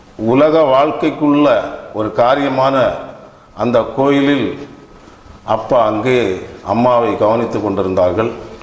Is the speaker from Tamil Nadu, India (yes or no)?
yes; Keezhkulam, Tamil Nadu, India; எனது சொந்த ஊர் கன்னியாகுமரி மாவட்டம் கீழ்குளம் குக்கிராமம்.